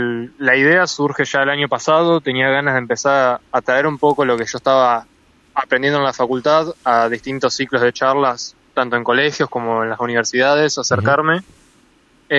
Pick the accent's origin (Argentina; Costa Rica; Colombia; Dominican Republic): Argentina; Concepción del Uruguay, Entre Ríos; moved away as an adult; also born or lived in La Plata; Sí, yo soy de Concepción del Uruguay, viví toda mi vida acá